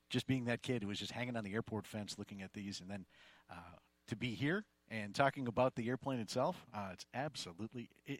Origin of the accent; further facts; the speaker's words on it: Manitowoc, Wisconsin, United States; I grew up in Manitowoc, Wisconsin, not far from here, about 60 miles to the east